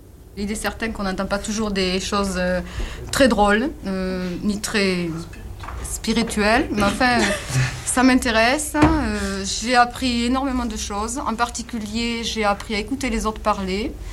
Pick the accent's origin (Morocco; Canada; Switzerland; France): France; Montpellier, Occitanie; je suis née à Montpellier, j'ai toujours vécu à Montpellier. J'ai 35 ans, je suis mariée, j'ai 2 enfants.